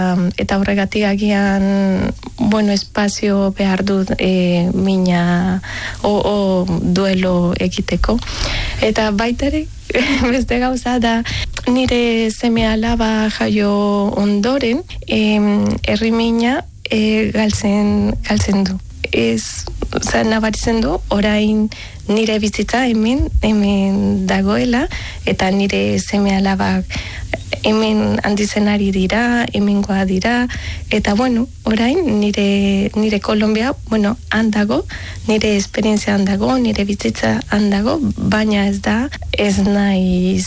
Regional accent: Colombia; Basque is a second language; now in Basque Country, Spain

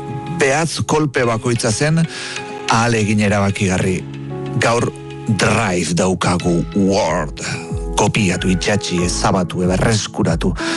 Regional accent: Zarautz, Basque Country, Spain; born there; Zarauztik atera

